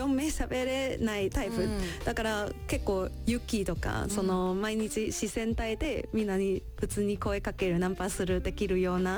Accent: Taiwan; Japanese is a second language; now in Japan; 台湾人として

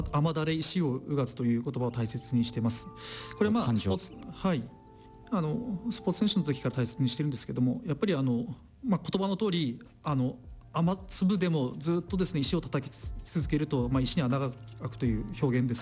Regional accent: Tomakomai, Hokkaido, Japan; also born or lived in Anyang, South Korea / Tokyo; now in Nikko, Japan; 地元の生まれも育ちも、まあ北海道の苫小牧ですんで、まあふるさとといえばふるさとですし

